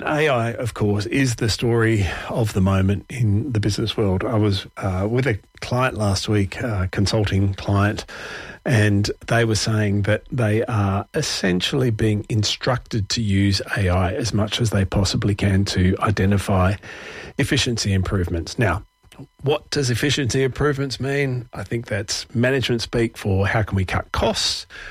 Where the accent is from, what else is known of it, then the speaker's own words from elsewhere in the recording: Perth, Western Australia, Australia; moved away as an adult; now in Melbourne, Australia; I'm from Perth originally. I moved to Melbourne in 2004, so I've been here a very big chunk of my life now. But I did spend a chunk of my working career in Perth as well.